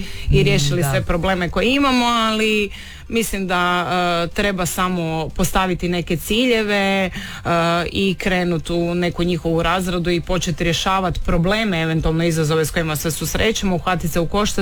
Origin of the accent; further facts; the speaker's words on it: Zagreb, City of Zagreb, Croatia; moved away as an adult; now in Rijeka, Croatia; ja sam rođena Zagrepčanka sa riječkom adresom posljednjih 16 godina